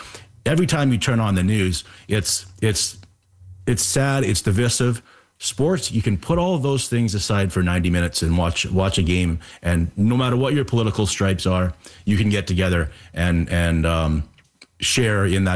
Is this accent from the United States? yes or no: no; Kamloops, British Columbia, Canada; So I grew up playing rugby, and once you graduate into the men's ranks, what happens is you go down. So we're from Kamloops. We take the bus down to Vancouver